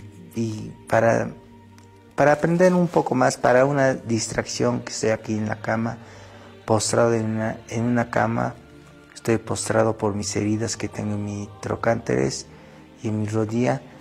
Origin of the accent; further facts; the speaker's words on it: Urubamba, Cusco, Peru; tengo 24 años, soy de aquí de Perú, Cusco, Urubamba.